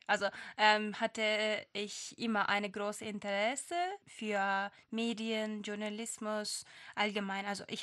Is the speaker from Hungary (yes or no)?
no; Turkey; German is a second language; ich komme aus der Türkei und ich habe Deutsch studiert, also Germanistik studiert an der Hacettepe-Universität.